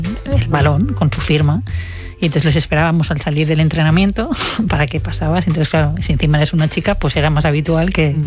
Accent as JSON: {"language": "Spanish", "town": "Valencia", "region": "Valencian Community", "country": "Spain", "said": "que yo soy de Valencia y era del Valencia"}